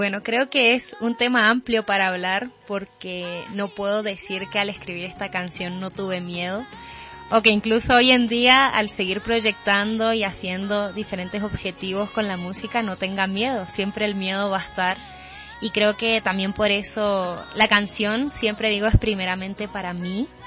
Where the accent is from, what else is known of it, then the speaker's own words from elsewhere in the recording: Resistencia, Chaco, Argentina; una chica de Resistencia Chaco